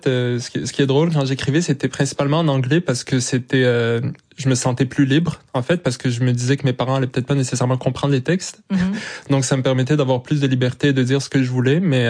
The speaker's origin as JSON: {"language": "French", "country": "Morocco", "said": "accès en fait à mes cultures, à mes racines, et en fait de passer par la langue, c'est d'affirmer que je suis marocain, fier de l'être, et que ça changera pas et que personne peut me l'enlever."}